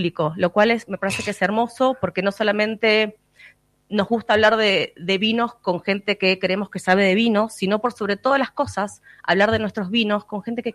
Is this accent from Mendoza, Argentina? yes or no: no; Buenos Aires, Argentina; Yo que vengo de Buenos Aires no paro de asombrarme